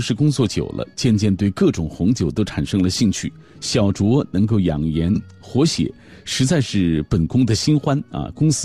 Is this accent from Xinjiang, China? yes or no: yes; Karamay, Xinjiang, China; moved away; 说起来，我是新疆人，而且在新疆克拉玛油田啊，就是我是石油工人出身嘛。